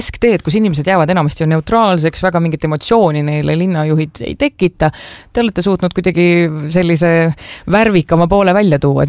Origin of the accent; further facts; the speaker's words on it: Haapsalu, Lääne County, Estonia; kui mina Haapsalus sündisin